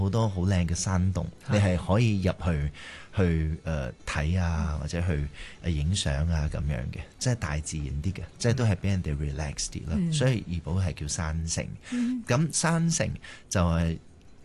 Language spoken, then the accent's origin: Cantonese; Ipoh, Perak, Malaysia; 係啊，我喺怡保長大。